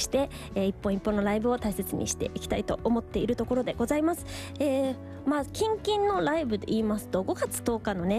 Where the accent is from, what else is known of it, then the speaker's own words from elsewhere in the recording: Niigata, Japan; 私の地元新潟公演、長岡の音楽食堂にて夜公演が決まっております。